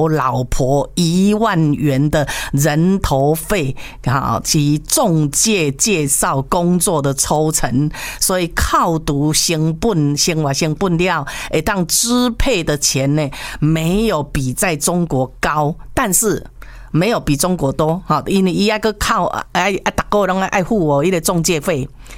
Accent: Taiwan

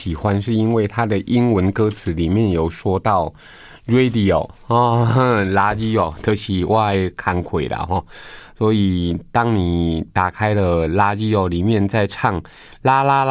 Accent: Taiwan

